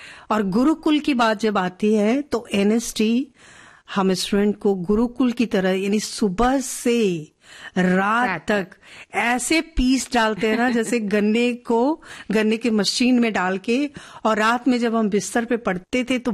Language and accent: Hindi; Bihar, India; moved away